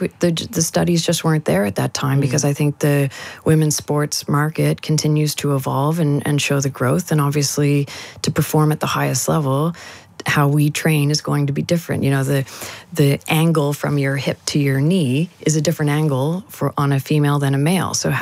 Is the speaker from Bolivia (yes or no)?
no; Canada; I'm Canadian